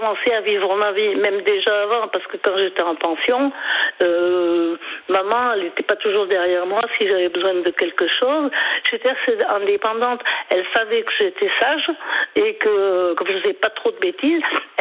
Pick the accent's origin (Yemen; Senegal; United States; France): France; Lyon, Auvergne-Rhône-Alpes; born there